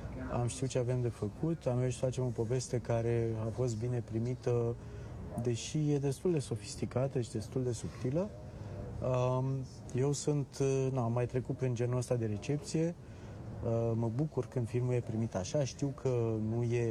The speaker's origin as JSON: {"language": "Romanian", "country": "Romania", "said": "eu sunt român"}